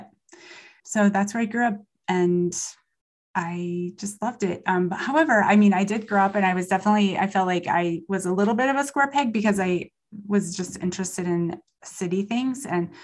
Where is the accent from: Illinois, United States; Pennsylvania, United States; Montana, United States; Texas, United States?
Montana, United States; Wolf Point; it was Mayberry when I was growing up in Wolf Point. I loved it very, very much. It was just a really wonderful place to grow up.